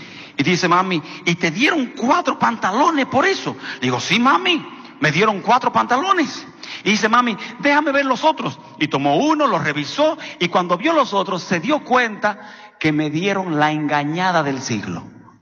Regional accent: Dominican Republic; born there; moved away; En mi país, yo nací en República Dominicana, compartimos territorio con un hermoso país llamado Haití.

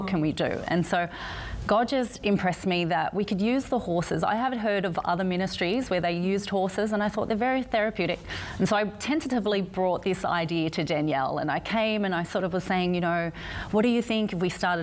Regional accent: Australia; moved away as an adult; now in United States

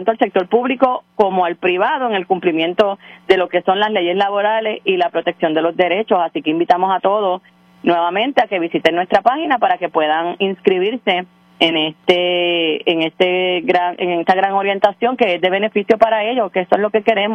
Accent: Vega Baja, Puerto Rico; Yo soy del mejor pueblo que tiene Puerto Rico, que es Vega Baja, la Vega ciudad Baja.

